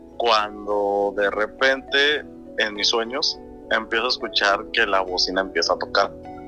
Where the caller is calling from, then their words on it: Guadalupe la Patrona, Veracruz, Mexico; Soy de Guadalupe la Patrona.